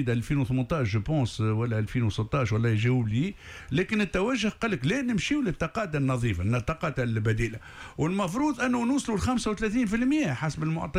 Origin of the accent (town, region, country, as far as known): Tunisia